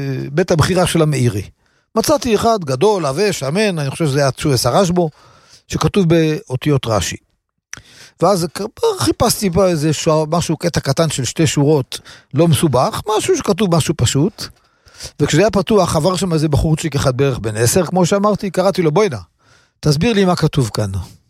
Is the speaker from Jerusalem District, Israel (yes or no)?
no; Kiryat Ata, Haifa District, Israel; בתור ילד, גרתי בכפר עטה. בכפר עטה היה בית חרושת גדול, שקוראים לו בית חרושת עטה.